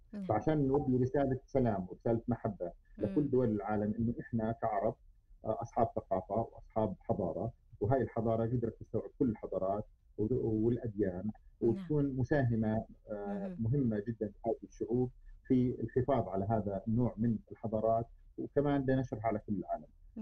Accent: Jordan; وعندنا بالأردن

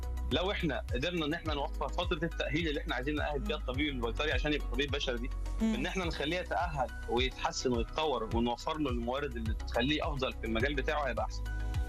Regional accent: Egypt; بالاخص عندنا في مصر هنا.

